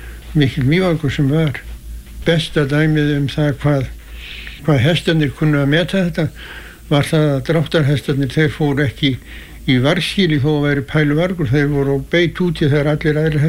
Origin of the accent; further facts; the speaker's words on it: Arnarvatn, Northeastern Region, Iceland; Ég er fæddur 1923 á Arnarvatni Mývatnssveit og ólst þar upp til fullorðins ára.